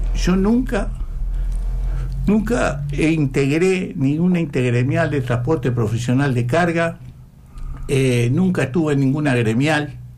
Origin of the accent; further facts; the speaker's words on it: Florida, Uruguay; now in Tacuarembó, Uruguay; yo vengo de una familia de más de 100 años de transporte, que yo vine de Florida, pero que yo incursioné acá a la ciudad de Tacuarembó